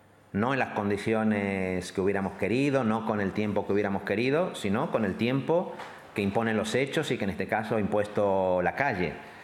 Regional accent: Catalonia, Spain; si a mí me pregunta como catalán y sale el nombre de Ada Colau

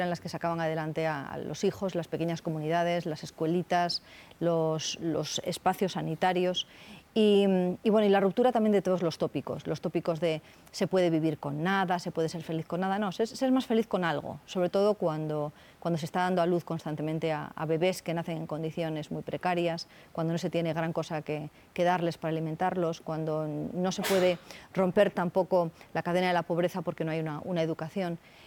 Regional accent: Spain; como occidental, como española en este caso

